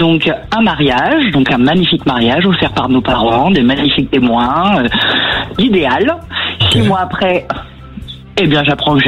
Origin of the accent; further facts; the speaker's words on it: Île-de-France, France; Alors moi, je viens de Seine-et-Marne.